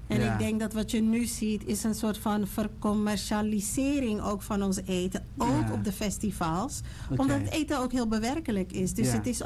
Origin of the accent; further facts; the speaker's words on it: Amsterdam, North Holland, Netherlands; Dus ik moet zeggen, ik ben opgegroeid in Zuidoost, Gein, Holendrecht, Ragensbos